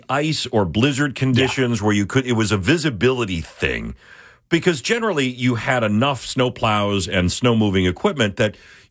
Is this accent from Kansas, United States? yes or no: no; Springville, New York, United States; now in New Jersey, United States; as a kid growing up outside of Buffalo and living, my town was in a valley. It was Springville, New York. It's in southern Erie County. It's in a valley.